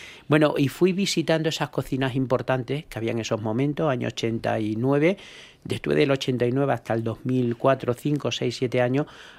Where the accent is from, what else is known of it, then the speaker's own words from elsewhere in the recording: Extremadura, Spain; cómo somos los extremeños